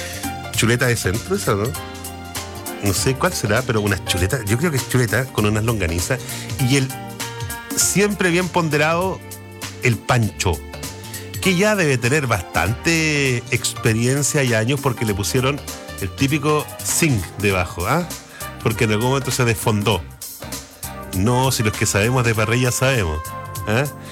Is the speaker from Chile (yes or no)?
yes; Chile; Algo le pegamos, porque también somos chilenos